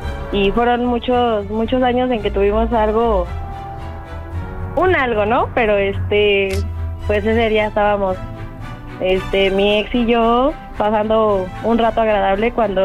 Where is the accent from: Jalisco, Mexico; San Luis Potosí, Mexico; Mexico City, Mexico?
Mexico City, Mexico; Venustiano Carranza; Sí, de la alcaldía Venustiano Carranza.